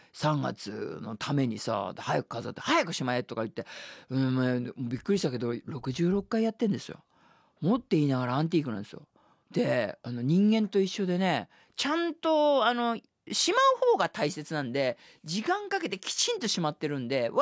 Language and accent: Japanese; Tokyo, Japan; 私下町東京の出身なもんですから、お相撲さんのお部屋、相撲部屋がいっぱいあるんですよ。